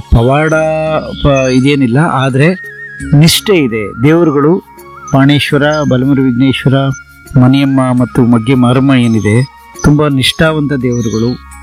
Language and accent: Kannada; Magge, Karnataka, India; ಇದು ನಾನು ಕರ್ನಾಟಕದಲ್ಲಿ ಎಲ್ಲೂ ನೋಡಿಲ್ಲ, ಇಲ್ಲಿದೆ ಮಗ್ಗಿನ ನಮ್ಮೂರಲ್ಲಿ ಮಾತ್ರ ನೋಡಿರೋದು.